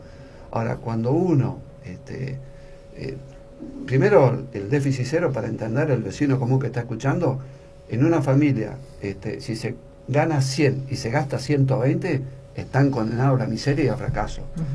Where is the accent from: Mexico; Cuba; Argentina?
Argentina; todos conocemos como argentinos